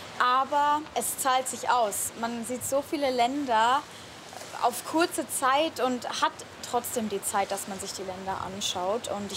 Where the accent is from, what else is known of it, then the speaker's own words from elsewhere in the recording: Bavaria, Germany; Das ist aus meiner Heimat, deswegen freue ich mich, dass wir bayerisches Frühschoppen